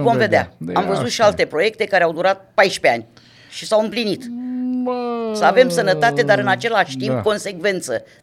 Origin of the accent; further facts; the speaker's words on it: Cumpăna, Constanța County, Romania; eu am 66 de ani, m-am născut, am crescut la Cumpăna